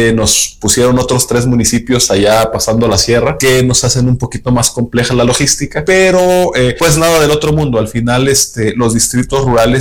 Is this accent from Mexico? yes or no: yes; Tamaulipas, Mexico; born there; al final yo soy originario del estado de Durango y bueno, nací en Tamaulipas, pero mi padre es de Durango.